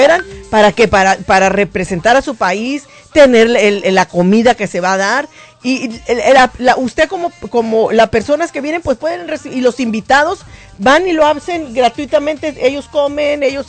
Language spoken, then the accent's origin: Spanish; Mexico; nosotros que somos mexicanos